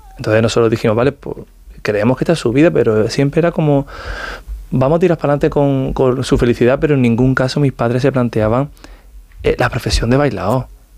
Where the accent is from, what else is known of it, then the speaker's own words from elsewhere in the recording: Roquetas de Mar, Andalusia, Spain; Yo soy de un pueblo de Almería, yo soy de Roquetas de Mar, un pueblo que en ese momento yo no tenía ni referentes de danza